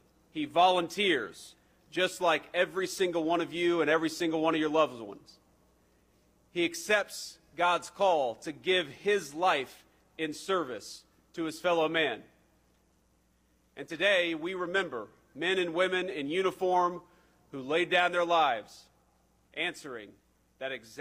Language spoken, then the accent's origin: English; Ohio, United States; in Lorain, in my home state of Ohio